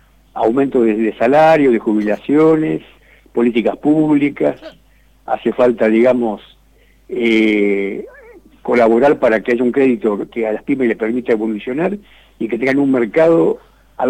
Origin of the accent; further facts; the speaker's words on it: Argentina; somos el pueblo argentino